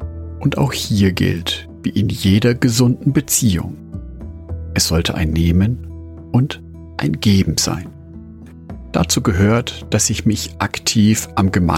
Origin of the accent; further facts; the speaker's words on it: Nuremberg, Bavaria, Germany; und für mich als Nürnberger noch eine Einschränkung des Bewegungsradius auf 15 Kilometer